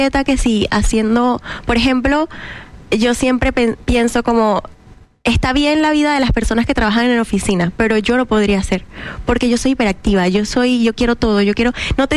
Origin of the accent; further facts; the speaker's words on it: Venezuela; moved away as an adult; Y yo salí de Venezuela cuando tenía 19 años. O sea, joven.